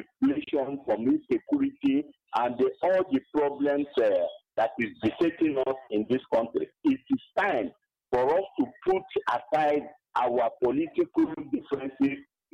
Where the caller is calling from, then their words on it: Enugu, Enugu State, Nigeria; I'm calling from Enugu.